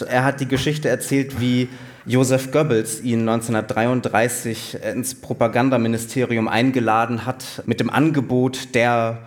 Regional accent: Berlin, Germany; Also ich komme aus Berlin und in Berlin gibt es ganz tolle Bibliotheken

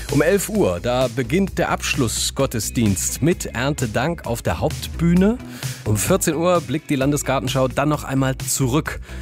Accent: Breitenbach, Thuringia, Germany; Die Original-Breitenbacher Füßlinge aus meinem Heimatdorf sind da. Das ist ein Verein, der Füßlinge macht. Das ist so eine Art Stoffschuh, der ganz früher in Breitenbach im Eichsfeld hergestellt wurde.

